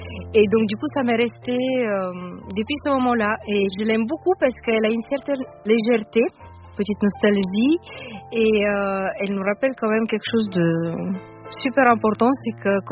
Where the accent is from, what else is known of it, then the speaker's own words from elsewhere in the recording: Pleven, Pleven Province, Bulgaria; moved away; 14 ou 15 ans et j'étais à Pleven, c'était dans ma ville natale.